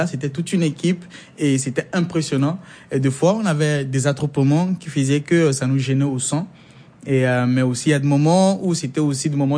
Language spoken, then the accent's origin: French; Central African Republic; born or raised there